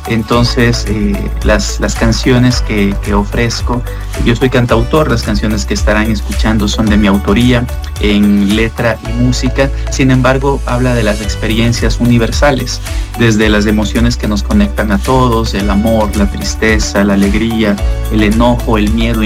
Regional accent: Ambato, Tungurahua, Ecuador; Yo soy de Ecuador, soy de Ambato, Ecuador.

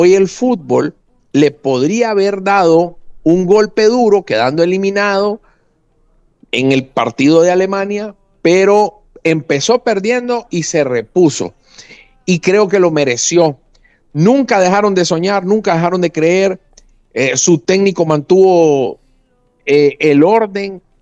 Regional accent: Honduras

